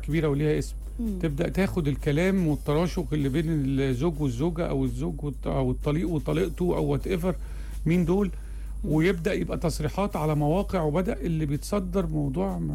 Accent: Upper Egypt, Egypt; لأن في الآخر أنا متربي صعيدي شوي

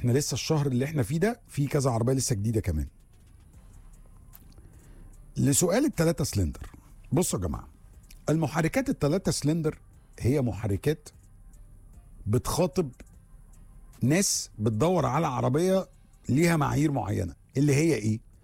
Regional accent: Egypt

